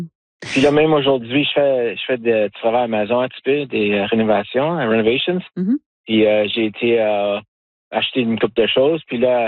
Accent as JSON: {"language": "French", "town": "Timmins", "region": "Ontario", "country": "Canada", "said": "parce que je viens de Timmins."}